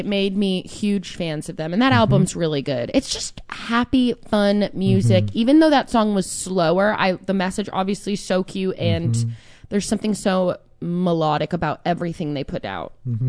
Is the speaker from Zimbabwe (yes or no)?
no; New Jersey, United States; I grew up in North Jersey, like Italian cultures.